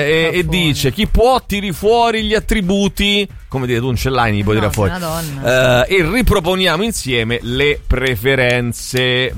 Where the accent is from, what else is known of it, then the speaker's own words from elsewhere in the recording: Latina, Lazio, Italy; born there; io so fascio perché sono nato a Latina. Nato basta quello.